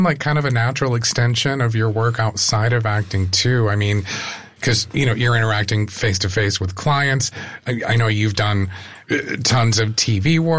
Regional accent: Raleigh, North Carolina, United States; born there; I was born in Raleigh, so there's another random connection.

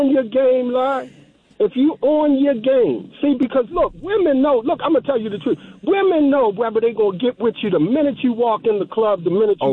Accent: Cherry Hill, New Jersey, United States; I'm from Cherry Hill.

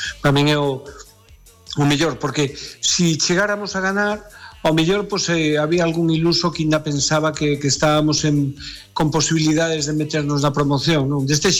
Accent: Galicia, Spain; Eu en principio, como galego, por supuesto que prefiro que o Celta B quede de segundo.

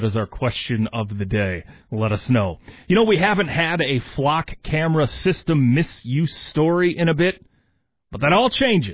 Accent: Wisconsin, United States; We are from Wisconsin, after all.

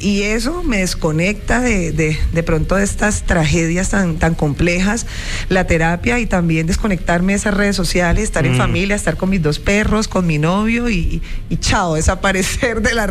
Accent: Cali, Valle del Cauca, Colombia; now in Bogotá, Colombia; yo soy caleña, ve. Desde Cali, Colombia. Yo vengo de Bogotá, porque yo vivo en Bogotá, pero yo soy de Cali.

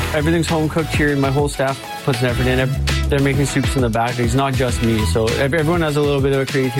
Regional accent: Ajax, Ontario, Canada; born there; I'm from Ajax. I was born in Ajax. I've lived here for 41 years, and, you know, we just live down the street.

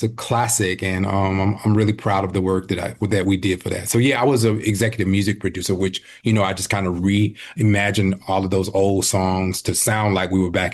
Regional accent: United States; now in Chicago, United States; of course I live in Chicago, but I'm from Carolina.

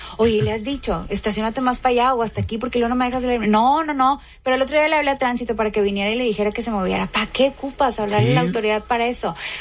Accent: Monterrey, Nuevo León, Mexico; Nos encanta verlos, nos encanta, es que si somos los regios

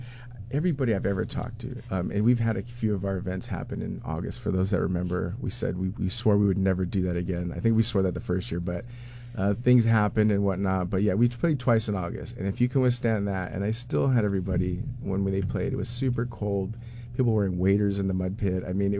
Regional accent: California, United States; now in Bethel, United States; I lived in a community this small in Bethel. I grew up in California most of my life.

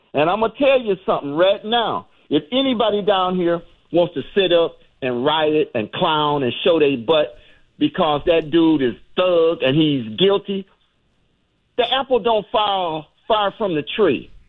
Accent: Flint, Michigan, United States; And I'm from Flint, Michigan. I'm third generation auto worker.

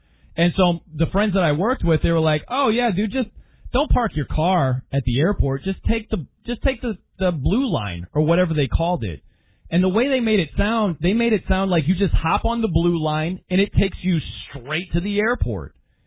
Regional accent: Indiana, United States; I'm from Indiana, and I was working in New York at the time.

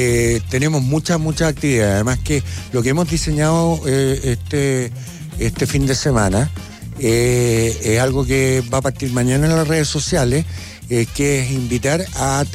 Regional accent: Chile; somos todos los chilenos muy curiosos.

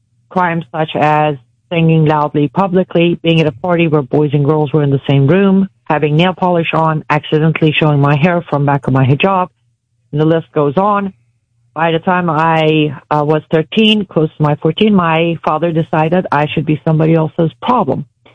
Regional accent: Iran; moved away; I was born and raised in 1983 in Islamic Republic of Iran. I did not play a role in the revolution, people. If I was there, I would have stopped it. I was born into the Islamic country, into an Islamic family, a Quran teacher as mother and a sheikh as a father.

